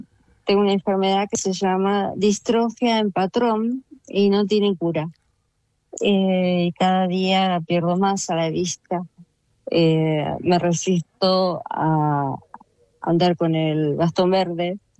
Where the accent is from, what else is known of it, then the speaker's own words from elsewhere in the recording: José C. Paz, Buenos Aires Province, Argentina; born there; now in San Miguel, Argentina; No, yo nací en José C. Paz, pero viví en varios lugares porque mi marido es militar, ahora está retirado.